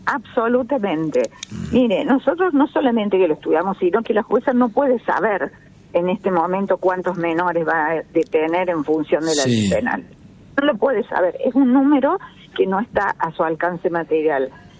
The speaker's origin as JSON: {"language": "Spanish", "region": "Córdoba", "country": "Argentina", "said": "yo por ejemplo soy cordobesa"}